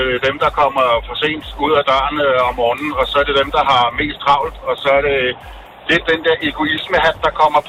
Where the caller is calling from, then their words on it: Copenhagen, Capital Region of Denmark, Denmark; Jeg er fra Amager, men kører op i Nordsjælland lige nu.